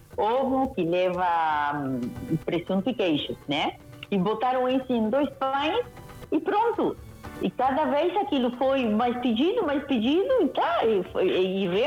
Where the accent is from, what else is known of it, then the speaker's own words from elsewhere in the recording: Uruguay; accent: Brazilian; Eu sou uruguaia